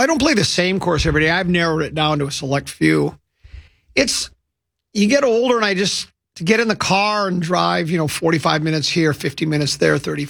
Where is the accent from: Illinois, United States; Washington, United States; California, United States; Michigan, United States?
Michigan, United States; Detroit; born there; I was born in Detroit. Tough guy town.